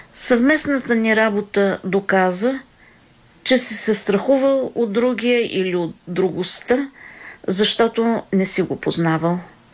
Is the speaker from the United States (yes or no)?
no; Hungary; Bulgarian is a second language; now in Israel; от Унгария съм и съм докторантка по медицина.